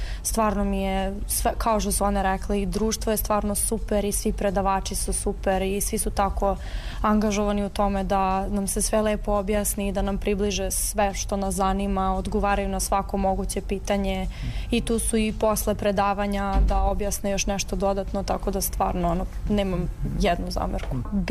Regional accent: Belgrade, Serbia

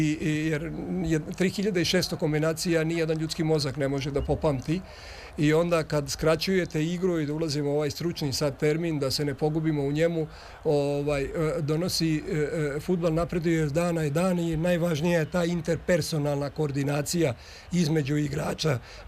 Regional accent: Split-Dalmatia County, Croatia; Pa znate kako, ja dolazim s podneblja gde je ta kultura fudbala, ja sam Dalmatinac, moje vaspitanje je usmerio Hajduk iz Splita.

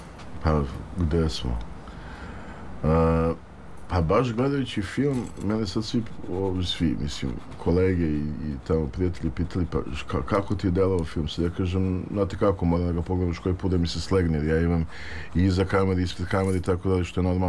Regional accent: Serbia; born there; mi smo rođeni u Srbiji

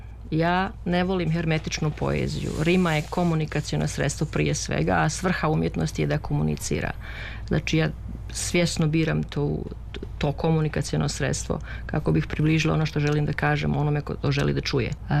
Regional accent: Prijedor, Republika Srpska, Bosnia & Herzegovina; narod će izvati starim curama ili već kako to se kaže kod mene gdje sam odrasla u Prijedoru.

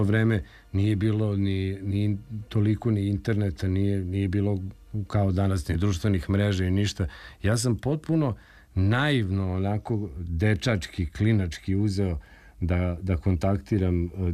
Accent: Sremska Mitrovica, Vojvodina, Serbia; taj prvi koncert najvažniji je bio u pozorištu Dobrica Milutinović u Sremskoj Mitrovici u mom gradu, odakle sam ja.

